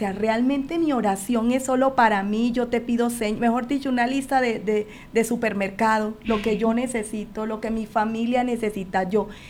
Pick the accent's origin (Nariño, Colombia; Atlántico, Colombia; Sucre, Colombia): Sucre, Colombia; Sincelejo; moved away; En Sincelejo, nosotras somos de Sincelejo, Sucre.